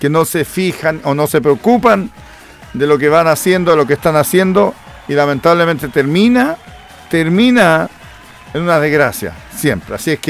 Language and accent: Spanish; Chile; Pero como el chileno, aunque no sea en la pista, nosotros nos frenamos igual